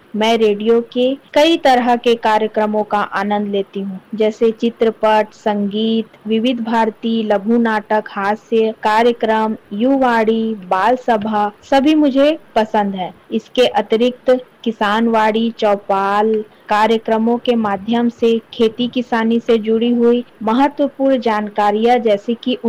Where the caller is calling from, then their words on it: Raigarh, Chhattisgarh, India; मैं रायगढ़ छत्तीसगढ़ की निवासी हूँ।